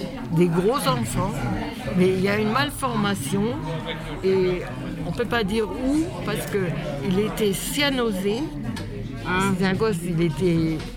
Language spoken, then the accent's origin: French; Lévignan, France; Je suis née à Lévignan. Je suis du cru. J'ai été communiée, baptisée, communiée, renouvelée, certificat d'études, tout à Lévignan.